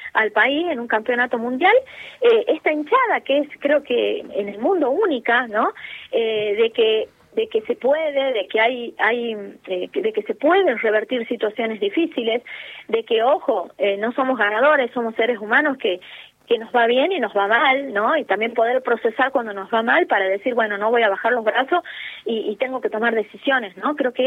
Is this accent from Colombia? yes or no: no; Argentina; soy argentina